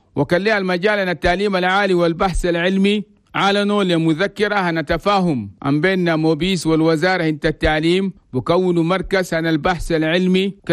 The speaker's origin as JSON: {"language": "Arabic", "country": "Chad", "said": "بلدنا تشاد"}